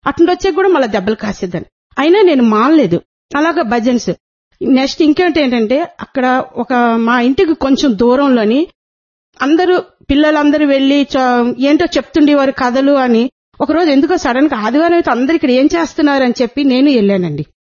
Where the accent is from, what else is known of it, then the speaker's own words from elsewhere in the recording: Visakhapatnam, Andhra Pradesh, India; నాది వైజాగ్.